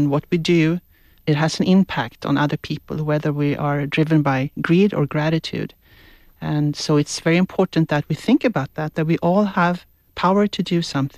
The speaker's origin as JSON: {"language": "English", "country": "Sweden", "said": "I also didn't realize much about the Sami people in my home country, Sweden, before I came here and read up about the indigenous peoples here."}